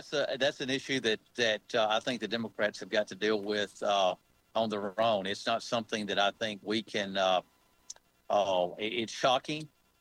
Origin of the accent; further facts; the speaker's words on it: Alabama, United States; I'm from Alabama. I'm from a red state. It's very Republican, so that's a little bit foreign for me.